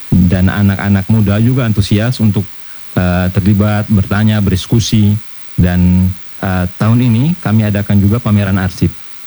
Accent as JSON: {"language": "Indonesian", "region": "East Nusa Tenggara", "country": "Indonesia", "said": "Jadi ada Sabu, ada Rote, ada saya orang Belu, ada orang suku Dawan dan sebagainya"}